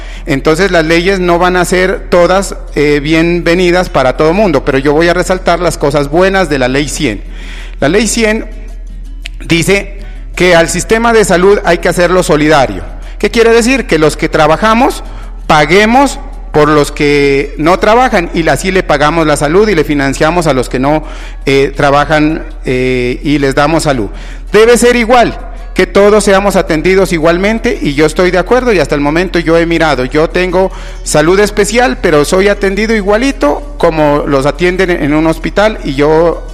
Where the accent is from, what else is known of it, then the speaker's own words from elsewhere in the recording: Contadero, Nariño, Colombia; yo nacido en este municipio del Contadero, en una vereda, fui campesino, coseché papas, fui obrero